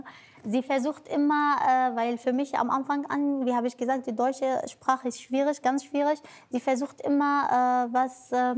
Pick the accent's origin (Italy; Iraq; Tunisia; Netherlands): Tunisia; Und sie war auch mehrmals bei uns in Tunesien zu Hause.